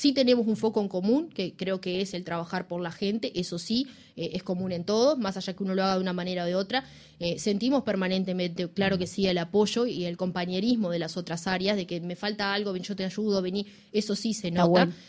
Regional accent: Paysandú, Uruguay; yo en mi caso soy de Paysandú, no hay quien no diga qué buena la fiesta de la cerveza.

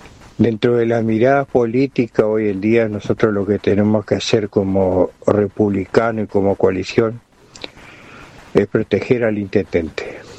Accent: Salto, Uruguay; como salteños, donde vivimos, donde trabajamos, donde tenemos nuestros hijos, donde crecieron nuestros padres, donde nuestros padres hoy en día están descansando, donde tenemos amigos, familiares.

